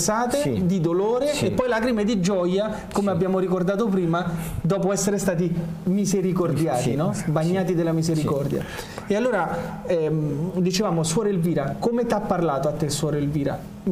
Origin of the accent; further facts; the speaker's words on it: Rome, Lazio, Italy; io vengo, diciamo, originario di Roma